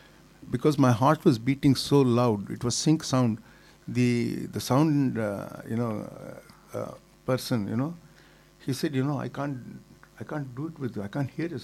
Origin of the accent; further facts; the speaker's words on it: South India, India; And because I'm South Indian, and you know, if somebody touches the feet, you feel uncomfortable.